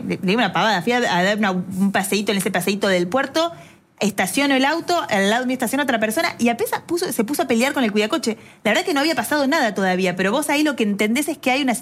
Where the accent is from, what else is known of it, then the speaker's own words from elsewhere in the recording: La Dulce, Buenos Aires Province, Argentina; Yo soy de La Dulce, un pueblito cerca de Necochea. Pasé muchos veranos en Mar del Plata, muchas vacaciones de invierno en Mar del Plata durante toda mi infancia, adolescencia, porque tenía mis tías, mis abuelas.